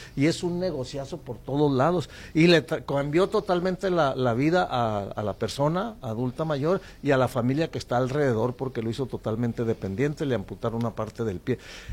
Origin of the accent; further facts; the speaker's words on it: Mexico